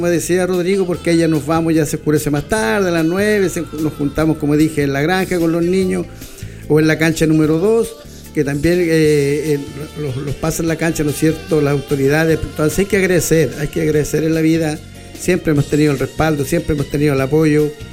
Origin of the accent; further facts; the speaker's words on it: Longaví, Maule, Chile; ser un longaviano acá, de tomo y lomo, ¿cierto? Nacido y criado en mi pueblo, al cual amo mucho. Y yo creo que ya nos vamos a quedar aquí